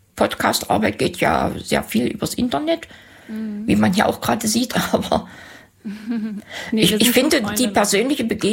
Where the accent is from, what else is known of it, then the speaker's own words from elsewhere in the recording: Halle, Saxony-Anhalt, Germany; und die meiste Zeit meines Lebens habe ich eben hier in Halle verbracht. Und wie gesagt, ich liebe meine Heimatstadt.